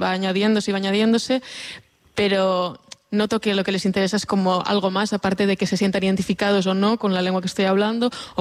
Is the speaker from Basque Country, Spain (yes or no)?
yes; Bilbao, Basque Country, Spain; now in Barcelona, Spain; Sí, yo soy de Bilbo, sí, pero vivo en Barcelona hace ya, va a ser 7 años, yendo y viniendo.